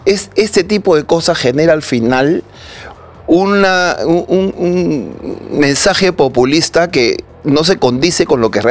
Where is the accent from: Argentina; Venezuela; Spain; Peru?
Peru